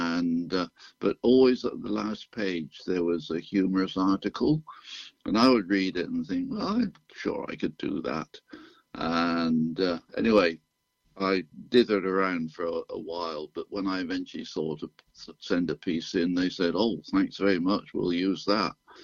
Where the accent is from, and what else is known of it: United Kingdom; born or raised there; moved away as an adult; now in St. John's, Canada